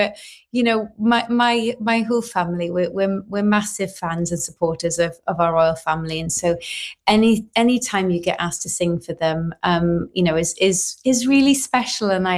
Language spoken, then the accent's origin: English; Neath, Wales, United Kingdom; growing up in Neath